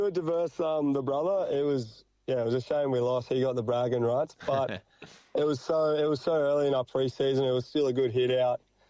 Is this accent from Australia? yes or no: yes; Queensland, Australia; born there; now in Perth, Australia; Yeah, I'm a Queenslander.